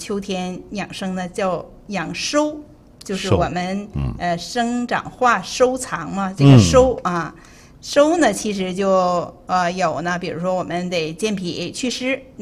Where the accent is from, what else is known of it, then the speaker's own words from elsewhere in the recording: Northeast China, China; 立秋呢我们东北人哈都是抢秋膘啊